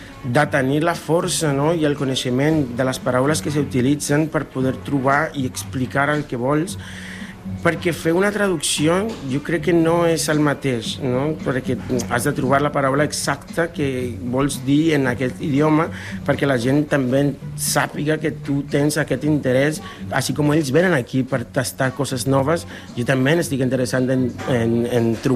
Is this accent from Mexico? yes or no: yes; Mexico; Catalan is a second language; moved away; per exemple, que jo soc mexicà, visc aquí fa 12 anys